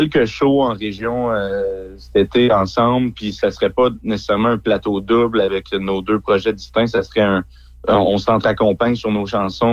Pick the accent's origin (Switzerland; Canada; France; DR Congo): Canada; La Sarre, Quebec; on va vraiment dans ma ville natale, tu sais, à la Sarre, fait que de leur montrer ma maison où j'ai grandi